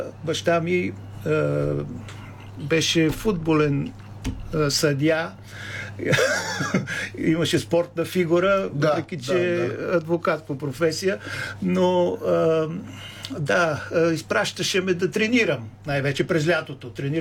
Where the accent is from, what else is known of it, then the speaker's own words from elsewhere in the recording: Sofia, Sofia City, Bulgaria; Роден съм тук в София, квартала Три кладенци, който сега е синя зона.